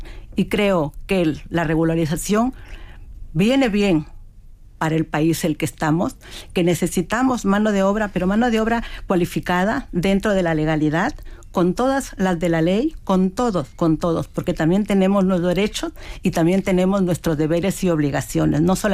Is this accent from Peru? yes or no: yes; Peru; Soy de Perú.